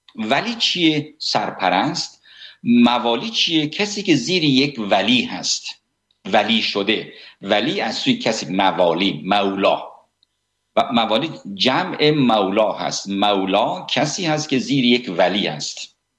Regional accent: Iran; من ایرانی هستم

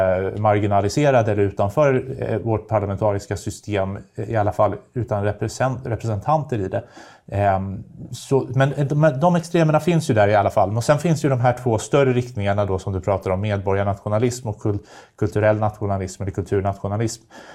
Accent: Sweden; vi att jag är svensk, det kommer alltid att trumfa över mina eventuella åsikter om ekonomi eller om skatte.

